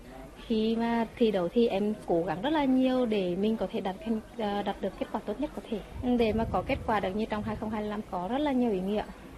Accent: Hà Tĩnh, Vietnam; Mình là người sinh ra ở Hà Tĩnh và lớn lên ở Hà Tĩnh

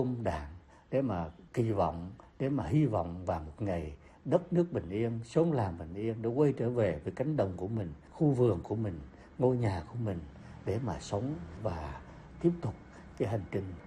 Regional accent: Phú Yên, Vietnam; làng quê của chúng tôi ở Phú Yên, một trong những nơi ác liệt nhất trong hai cuộc chiến tranh chống Pháp và chống Mỹ

